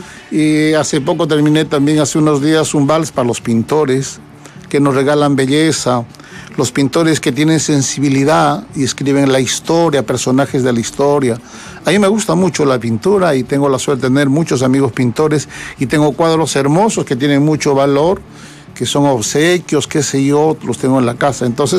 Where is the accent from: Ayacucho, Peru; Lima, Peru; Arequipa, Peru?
Ayacucho, Peru; Coracora; moved away; Estuve en Coracora en las fiestas agostinas de la fiesta de la Mamacha de las Nieves. Yo siempre voy a mi tierra.